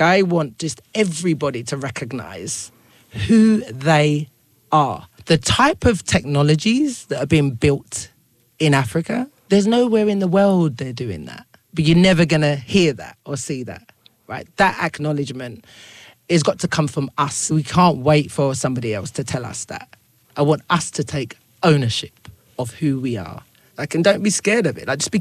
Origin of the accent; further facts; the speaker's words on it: London, United Kingdom; accent: Cockney; now in Ghana; Me being a Ghanaian, because you can't take that away, regardless of where I grew up or no matter how Cockney I am, right? I am a Ghanaian. I'm an African.